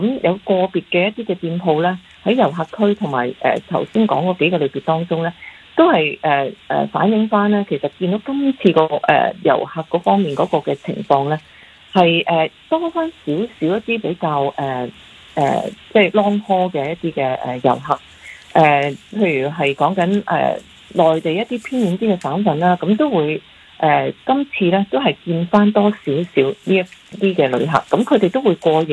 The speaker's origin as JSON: {"language": "Cantonese", "country": "Hong Kong", "said": "就都系我哋香港人外游嘅一个嘅黄金档期嚟嘅。"}